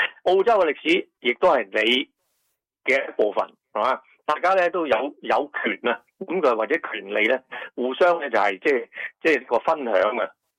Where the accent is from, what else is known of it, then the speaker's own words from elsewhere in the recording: Hong Kong; accent: Hong Kong Cantonese; first language Hong Kong Cantonese; now in Sydney, Australia; 即系作为一个侨居悉尼嘅华人咧，即系我第一语言嘅，自出娘胎即系一路听大，一路学大，一路讲到大嘅咧，就系、是、香港嘅粤语。